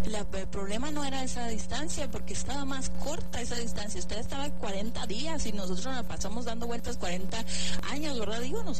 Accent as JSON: {"language": "Spanish", "town": "Delicias", "region": "Chihuahua", "country": "Mexico", "tie": "born there", "also_born_or_lived": "Ciudad Juárez, Chihuahua", "moved": "yes", "said": "yo nací en Delicias y estuve en Ciudad Juárez bastante tiempo."}